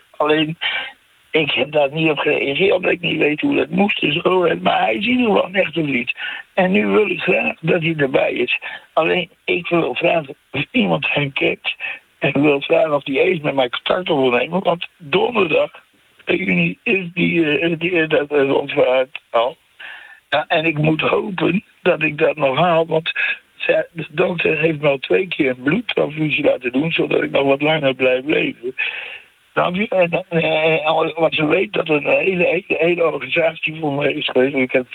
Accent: Groningen, Netherlands; born or raised there; also born or lived in Friesland; now in The Hague, Netherlands

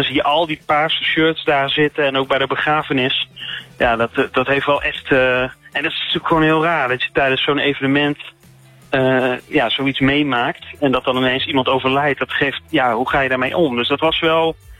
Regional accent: Tilburg, North Brabant, Netherlands; Ik kom uit Tilburg, dus ik ken dat evenement natuurlijk goed.

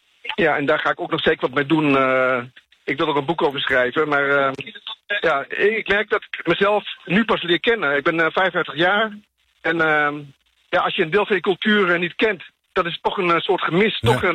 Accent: Schagen, North Holland, Netherlands; Ik ben opgegroeid in Schagen.

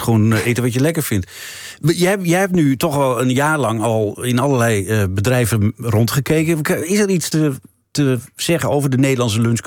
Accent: Netherlands

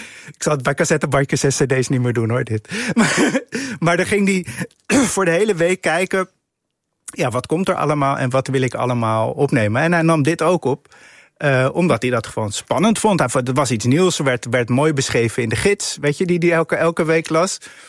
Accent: The Hague, South Holland, Netherlands; Ik kom uit Den Haag. Dat heeft vrij lange graffiti geschiedenis.

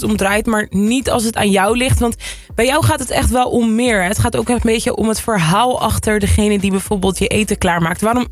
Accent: Amsterdam, North Holland, Netherlands; Ik ben zelf ook Amsterdammer

